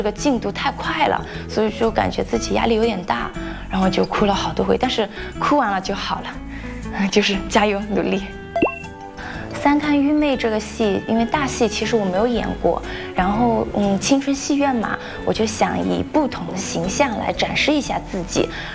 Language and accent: Chinese; Shengzhou, Zhejiang, China; born there; 因为我出生在嵊州，嵊州是粤剧之乡，所以说我从小的时候其实对粤剧就有所了解。